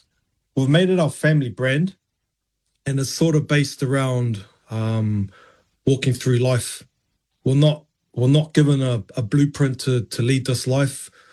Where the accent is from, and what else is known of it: Auckland, New Zealand; born or raised there